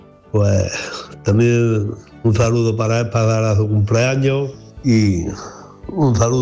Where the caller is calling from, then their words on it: Padul, Andalusia, Spain; Buenas noches, Manolo … de Padul.